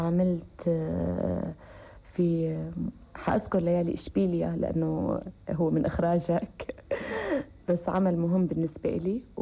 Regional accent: Syria; وكنت أنا الوحيدة اللي من سوريا

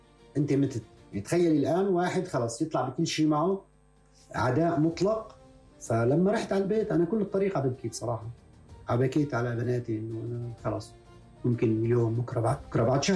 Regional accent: Libya; رجل بسيط، ما قبل 2011 كنت رجل بسيط، كنت في فترة مع أهلي في ليبيا، طفولتي كلها كانت في ليبيا.

